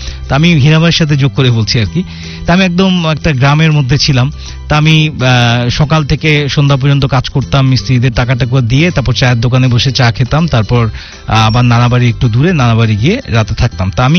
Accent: Dhaka, Dhaka Division, Bangladesh; moved away; আমি যেহেতু ঢাকার মানুষ

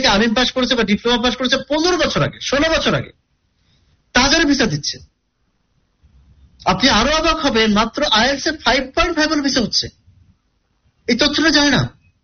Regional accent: Kushtia, Khulna Division, Bangladesh; আমার বাড়ি যেমন কুষ্টিয়া, অনেকে বিভিন্ন দূরের থেকে আসে।

